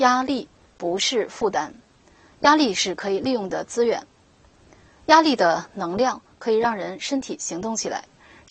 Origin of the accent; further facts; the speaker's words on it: China; 我们中国人是讲每临大事有静气，大事不慌，小事不躁，这是一种本事。